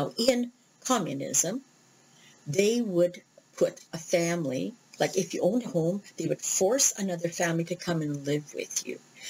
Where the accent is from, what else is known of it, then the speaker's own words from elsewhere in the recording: Canada; as a Canadian or as a North American.